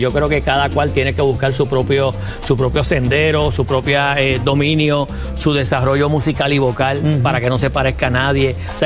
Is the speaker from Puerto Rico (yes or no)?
yes; Mayagüez, Puerto Rico; Entonces, el jueves 15 estoy en mi pueblo en Mayagüez.